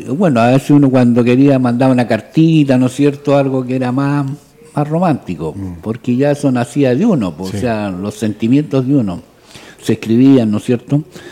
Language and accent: Spanish; Quillota, Valparaíso, Chile; Somos quillotanos los dos, nacido y criado acá en Quillota, cerca de población también.